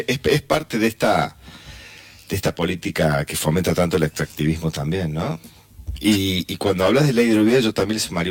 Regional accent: Argentina

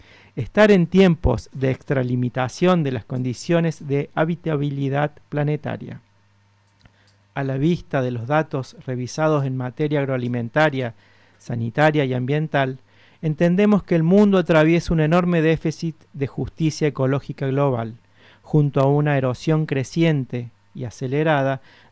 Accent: Argentina

